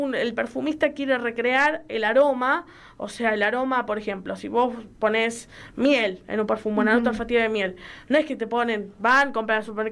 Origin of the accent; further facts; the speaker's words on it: Quilmes, Buenos Aires Province, Argentina; yo soy de Quilmes